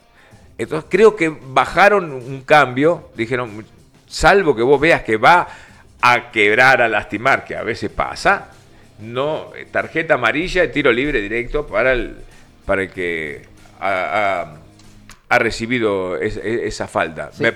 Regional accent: Argentina; porque soy argentino

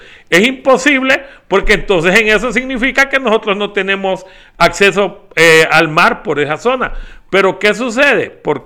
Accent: Honduras

